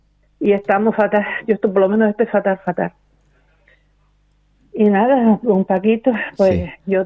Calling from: Guía, Canary Islands, Spain; de la Paterna y de Guía.

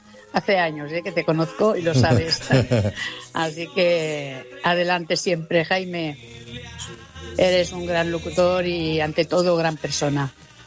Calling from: Sabadell, Catalonia, Spain

